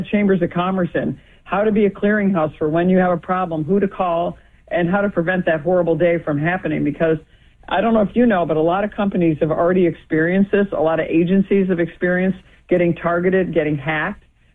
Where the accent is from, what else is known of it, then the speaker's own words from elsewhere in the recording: Utica, New York, United States; have it be Utica Club from my hometown of Utica.